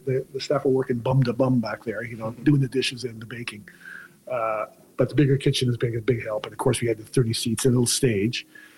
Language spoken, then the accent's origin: English; Halifax, Nova Scotia, Canada; now in St. John's, Canada; I'm originally from Halifax.